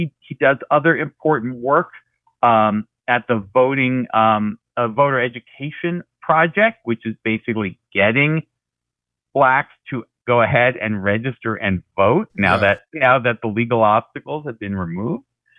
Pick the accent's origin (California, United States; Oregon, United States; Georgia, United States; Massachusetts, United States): Massachusetts, United States; who was actually my hometown congressman growing up, from the Boston, outside the Boston area.